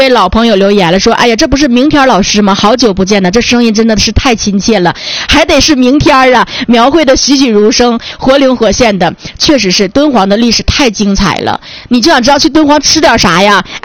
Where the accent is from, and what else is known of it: China